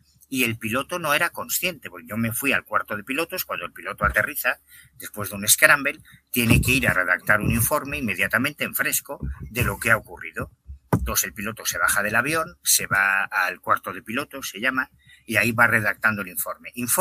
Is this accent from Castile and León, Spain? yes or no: no; Betanzos, Galicia, Spain; yo soy un chaval de Betanzos, de La Coruña